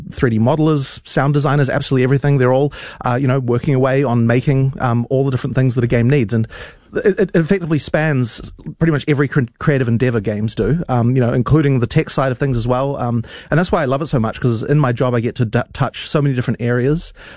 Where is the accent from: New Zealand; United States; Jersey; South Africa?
New Zealand; Auckland; teach the kind of kid that I was when I was growing up in West Auckland